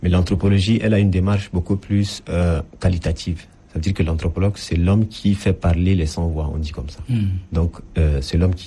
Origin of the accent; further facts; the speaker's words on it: N'Djamena, Chad; born there; Parce que quand j'étais là-bas, je me suis rendu compte que comme je suis né en N'Djamena, j'étais coupé de ma racine culturelle, en fait.